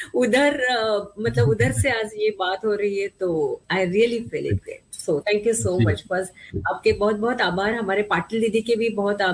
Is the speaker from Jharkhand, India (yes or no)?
no; Pune, Maharashtra, India; Actually मैं पूना से हूँ, महाराष्ट्र पूना से।